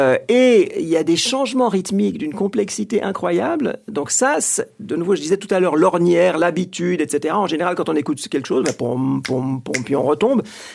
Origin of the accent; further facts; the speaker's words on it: Switzerland; moved away as an adult; also born or lived in United States; je viens de Suisse, j'ai longtemps enseigné aux États-Unis.